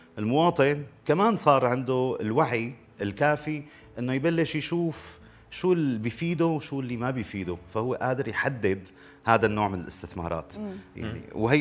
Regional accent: Syria; عندنا بسوريا

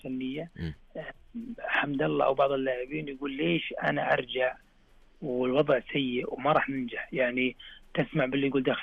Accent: Saudi Arabia; يفرحنا بكل امانه كسعوديين

